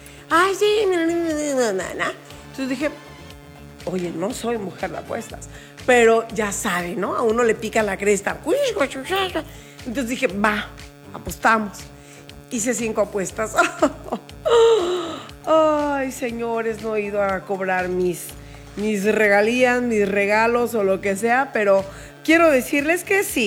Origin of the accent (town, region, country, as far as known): Mexico